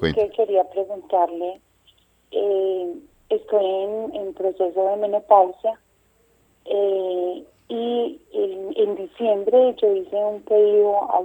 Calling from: Aguadas, Caldas, Colombia; Yo vivo en Aguadas Caldas.

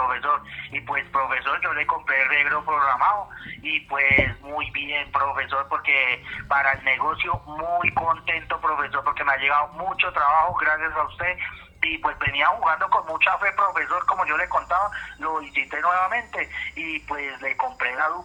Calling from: Medellín, Antioquia, Colombia; Aquí aquí de Medellín, Antioquia, al barrio Guayabal

